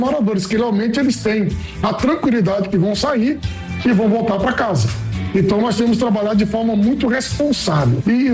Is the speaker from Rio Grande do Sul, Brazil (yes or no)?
no; Brasília, Federal District, Brazil; Eu estou em Brasília há 60 anos. Eu nasci, cresci em Brasília e estou tendo o prazer de administrar Águas Claras.